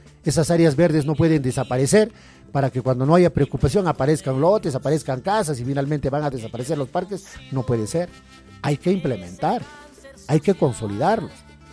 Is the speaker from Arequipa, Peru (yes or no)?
no; Chilca, Junín, Peru; en Chilca para generar desarrollo en mi pueblo